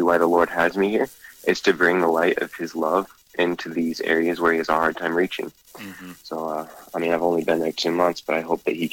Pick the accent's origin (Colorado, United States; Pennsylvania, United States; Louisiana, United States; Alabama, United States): Colorado, United States; growing up in Colorado